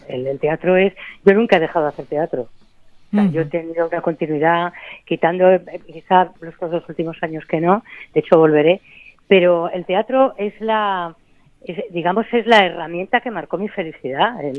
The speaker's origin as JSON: {"language": "Spanish", "town": "Getafe", "region": "Community of Madrid", "country": "Spain", "tie": "born or raised there", "said": "Aunque nacimos en Madrid, yo estuve pues como en la adolescencia viviendo en Getafe."}